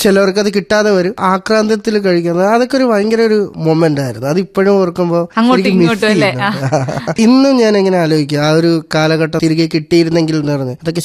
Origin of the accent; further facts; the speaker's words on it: Thiruvananthapuram, Kerala, India; എന്റെ സ്വദേശം തിരുവനന്തപുരം ആയതുകൊണ്ട് തന്നെ കൂടുതലും തിരുവനന്തപുരത്തുള്ള സ്കൂളിലായാലും കോളേജിലൊക്കെ ആയാലും കൂടുതൽ പഠിച്ചതൊക്കെ ഇവിടെ തന്നെയാണ്.